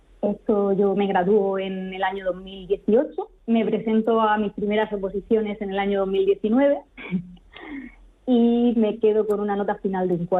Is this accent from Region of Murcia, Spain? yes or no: yes; Campos del Río, Region of Murcia, Spain; Mira, pues nosotros somos de Campos del Río, un pequeño pueblo de la región de Murcia con mucho encanto.